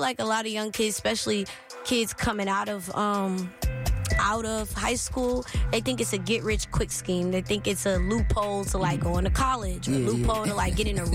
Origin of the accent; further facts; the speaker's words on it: Houston, Texas, United States; also born or lived in Pearland, Texas; although I'm from Pearland, I would say kind of grew up in the Third Ward area.